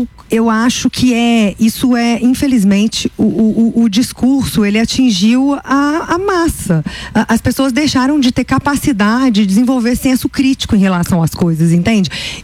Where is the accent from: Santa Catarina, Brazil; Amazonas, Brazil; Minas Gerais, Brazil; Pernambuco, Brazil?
Minas Gerais, Brazil; Belo Horizonte; eu sou de BH, da capital.